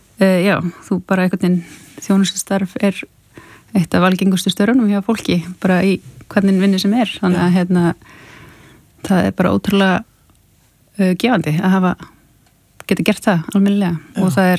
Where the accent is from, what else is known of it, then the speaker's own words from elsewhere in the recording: Reykjavík, Capital Region, Iceland; also born or lived in Vestmannaeyjar; Hérna og þaðan. Vestmann er Reykjavík. Já, margir staðir í stuttan tíma.